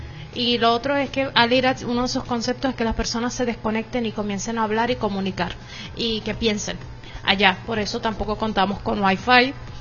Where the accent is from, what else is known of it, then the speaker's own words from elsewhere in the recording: Venezuela; born there; also born or lived in Syria; yo nací en Siria. Me vine a Venezuela a mis 7 años.